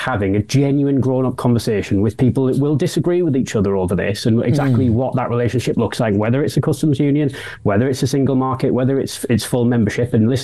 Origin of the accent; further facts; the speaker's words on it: Middlesbrough, North East England, United Kingdom; You know, I'm a lad from the northeast of England. I'm from Middlesbrough. I'm from a working class background